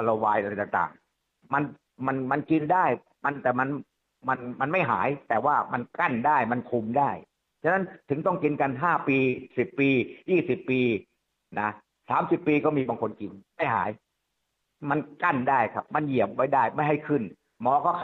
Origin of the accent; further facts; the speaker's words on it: Phetchaburi, Thailand; born there; ผมเป็นคนเพชรบุรีโดยกำเนิดครับ